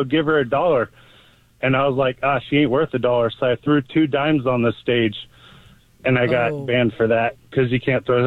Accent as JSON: {"language": "English", "town": "Big Bear", "region": "California", "country": "United States", "tie": "born or raised there", "said": "I grew up in Big Bear."}